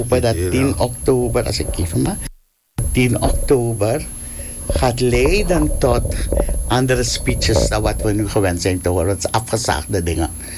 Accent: Suriname; Ik ben een van de Surinamers die vindt dit grote land zo weinig volk.

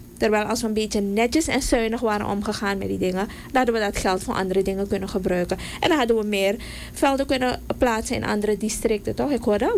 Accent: Suriname; Als Surinamers

